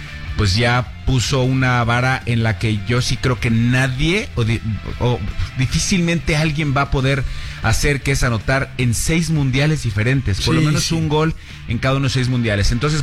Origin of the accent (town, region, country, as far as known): Mexico